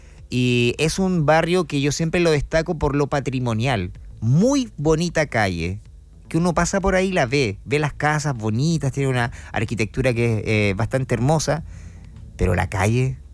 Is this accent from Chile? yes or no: yes; Chillán, Ñuble, Chile; nosotros también somos ciudadanos de Chillán